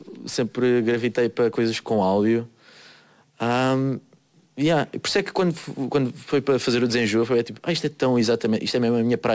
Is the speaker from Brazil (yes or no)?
yes; Rio de Janeiro, Brazil; born there; E pronto, eu sou Zuca. E eu nasci no Rio de Janeiro.